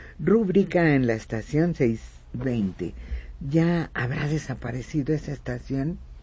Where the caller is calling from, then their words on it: Texcoco, State of Mexico, Mexico; Buenos días … de Texcoco, Estado de México. Y hoy es mi cumpleaños. Cumplo 57 años.